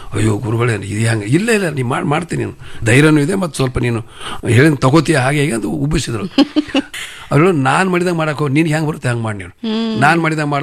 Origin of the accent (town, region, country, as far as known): Tegampur, Karnataka, India